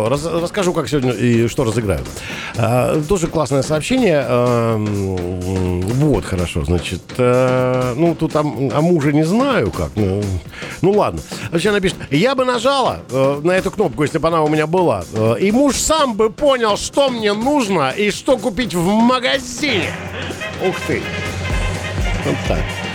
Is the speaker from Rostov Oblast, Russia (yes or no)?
yes; Rostov Oblast, Russia; мы выросли на Дону